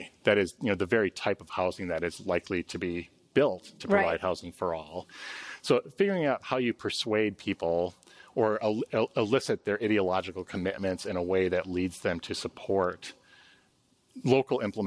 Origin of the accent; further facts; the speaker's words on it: Milwaukee, Wisconsin, United States; if you look at a map of my hometown metropolitan area, Milwaukee, Wisconsin